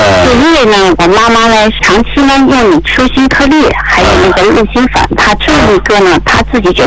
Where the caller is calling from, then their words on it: Yantai, Shandong, China; 我是来自山东烟台的哈。